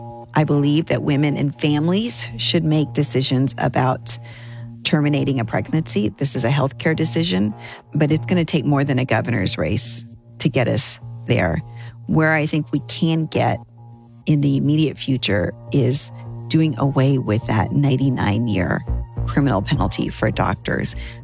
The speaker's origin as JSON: {"language": "English", "region": "Texas", "country": "United States", "said": "So in that sense, I don't see my run as being anything other than I am a Texan."}